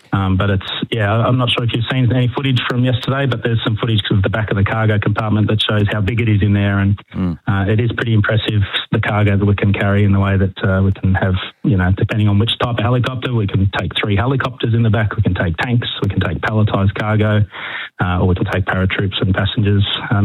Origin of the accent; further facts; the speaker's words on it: Melbourne, Victoria, Australia; I've just always grown up loving aircraft, and growing up in Melbourne, used to always go along to the Avalon Air Show every 2 years, and any time I'd be around Melbourne Airport, love to go and watch the planes take off and land.